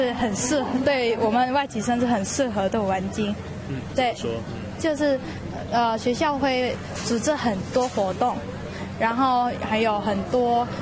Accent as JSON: {"language": "Chinese", "country": "Vietnam", "second_language": "Chinese", "lives_now": "Taiwan", "said": "我来自越南，然后我已经来朝阳两年多了"}